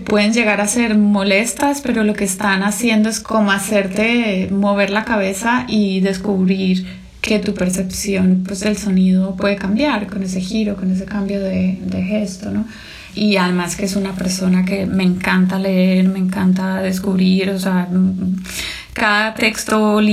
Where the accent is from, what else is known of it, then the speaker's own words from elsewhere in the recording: Colombia; moved away as an adult; now in Berlin, Germany; soy colombiana. Llevo los últimos años en Berlín.